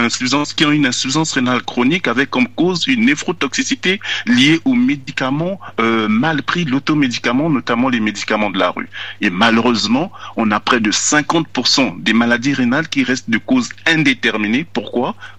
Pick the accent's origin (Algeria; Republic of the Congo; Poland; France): Republic of the Congo; chez nous au Congo